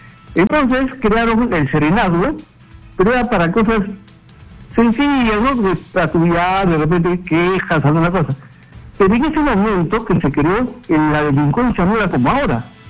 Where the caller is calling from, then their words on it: Lima, Peru; de Pueblo Libre.